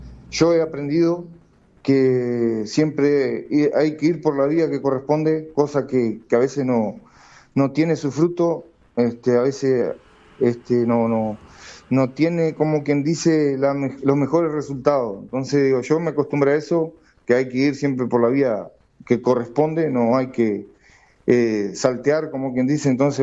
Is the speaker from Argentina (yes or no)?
yes; Salta, Argentina; acá somos todos salteños